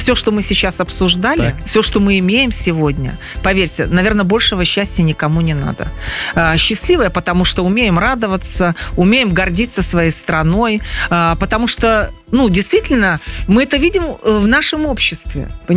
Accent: Belarus; мы белорусы, мирная нация, и наш уголок, родной дом, да, он действительно спокойный и уютный.

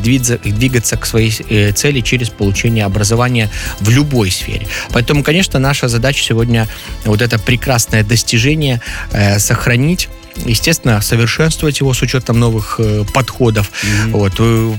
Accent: Belarus

